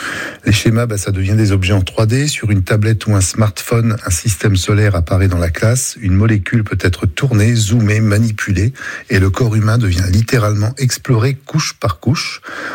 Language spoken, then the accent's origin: French; Bourgogne-Franche-Comté, France; Vous avez dit bourguignonne, moi je dis nivernaise, je suis originaire de la Nièvre.